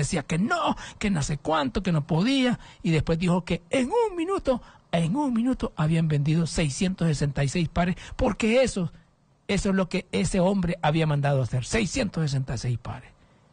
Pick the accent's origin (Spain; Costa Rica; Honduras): Honduras; el satanismo ha conquistado muchos temores de mi pueblo Honduras.